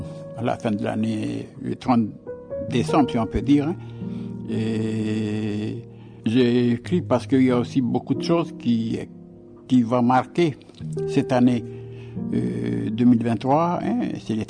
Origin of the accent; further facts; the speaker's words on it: Ouvéa, Loyalty Islands Province, New Caledonia; je lis un texte pour faire en sorte que même si je suis loin d'Ouvéa, de ma tribu, je donne quand même mon témoignage.